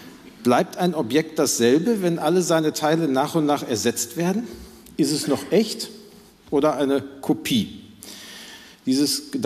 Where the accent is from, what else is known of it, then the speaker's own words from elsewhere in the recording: Gelsenkirchen, North Rhine-Westphalia, Germany; now in Hamburg, Germany; ich komme aus Gelsenkirchen.